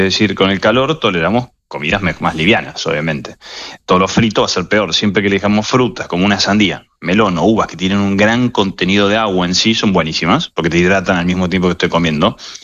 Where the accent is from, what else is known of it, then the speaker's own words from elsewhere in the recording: Argentina; Yo, siendo argentino, también lo tiene.